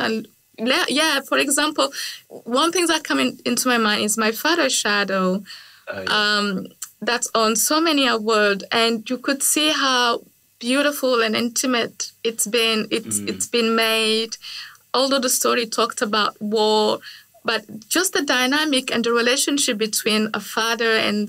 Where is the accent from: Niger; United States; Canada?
Niger; English is a second language; I grew up in Niger, and used to be a French colony, and we speak French. And growing up, my father thought it was best for me to speak the language, French.